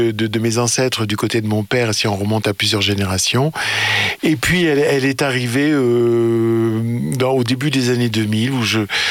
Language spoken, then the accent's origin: French; Lyon, Auvergne-Rhône-Alpes, France; born there; Je suis né à Lyon